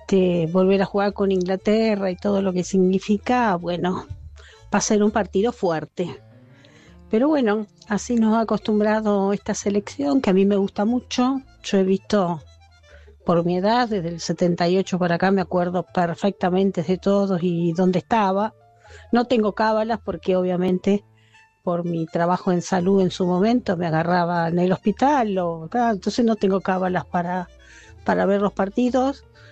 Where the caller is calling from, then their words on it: Santa Rosa, La Pampa, Argentina; de Santa Rosa La Pampa